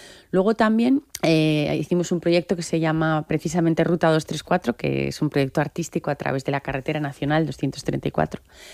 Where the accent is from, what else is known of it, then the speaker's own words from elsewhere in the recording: Caspe, Aragon, Spain; also born or lived in Madrid; now in Torralba de Ribota, Spain; Yo crecí en Caspe, en medio del campo.